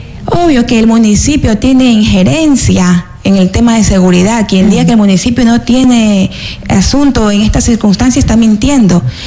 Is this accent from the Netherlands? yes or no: no; Ecuador; venimos como ecuatorianas de esa lucha